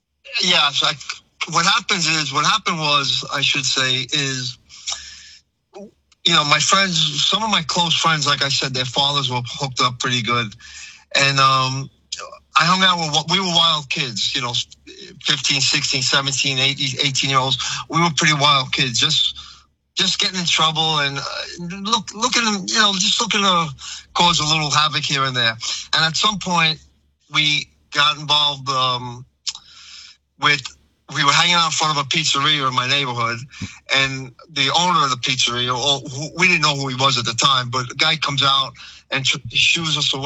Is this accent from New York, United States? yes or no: yes; Brooklyn, New York, United States; So my neighborhood was a mixed neighborhood of Italians, Italian, Jewish, Irish, some Spanish.